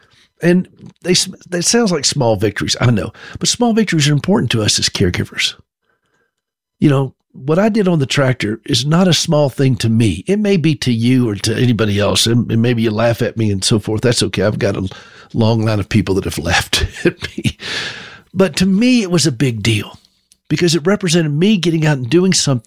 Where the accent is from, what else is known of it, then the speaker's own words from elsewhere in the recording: North Carolina, United States; But I remember I grew up skiing in North Carolina.